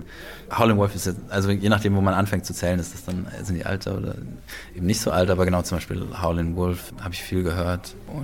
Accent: North Rhine-Westphalia, Germany; moved away as an adult; now in Berlin, Germany; ich bin in NRW aufgewachsen, bin jetzt aber schon mehr als 10 Jahre in Berlin. Also langsam werde ich Berliner. Aber genau, mit dem Akzent. Also tatsächlich da, wo ich herkomme, da gibt es so einen gewissen Akzent, aber der ist auch nicht so stark ausgeprägt.

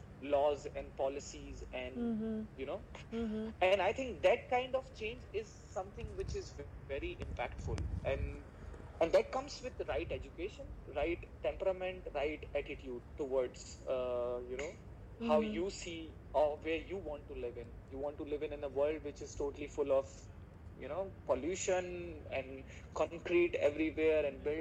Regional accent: India; So, well, if I put it like, I mean, I come from India, and India is a tropical country.

